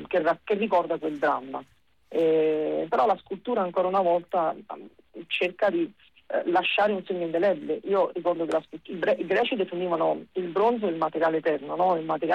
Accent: Naples, Campania, Italy; da napoletano adoriamo, diciamo, questo abbraccio corale

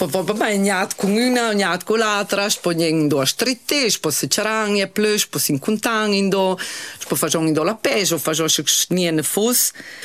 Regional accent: Corvara, Trentino-Alto Adige, Italy; Io sono cresciuta su a Corvara. Io sono giunta a scuola in Corvara.

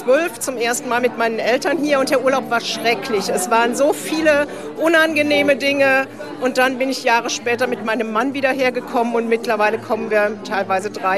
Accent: Trier, Rhineland-Palatinate, Germany; Ich habe eine Reihe, die rund um meine Heimatstadt Trier spielt.

